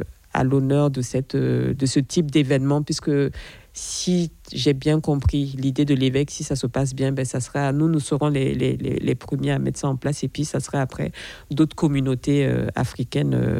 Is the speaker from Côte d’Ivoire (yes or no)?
no; Burkina Faso; now in Mayenne, France; Je suis burkinabé, voilà, je suis native du Burkina.